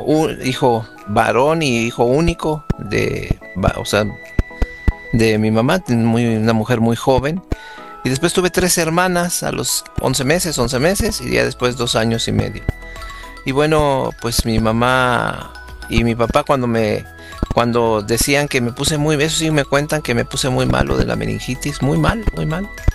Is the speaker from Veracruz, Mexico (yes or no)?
yes; Córdoba, Veracruz, Mexico; born there